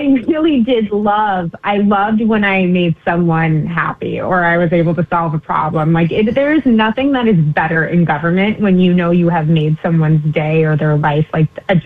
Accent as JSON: {"language": "English", "town": "Chicago", "region": "Illinois", "country": "United States", "said": "You never know. I'm a Chicagoan, you know, right?"}